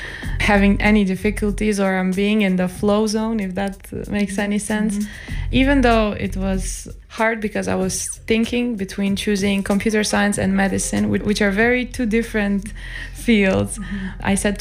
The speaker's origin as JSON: {"language": "English", "town": "Ohrid", "country": "North Macedonia", "moved": "as an adult", "lives_now": "Maribor, Slovenia", "said": "I come from Macedonia, from the city of Ohrid, which is the most beautiful city in Macedonia, and anyone who tells you different is lying."}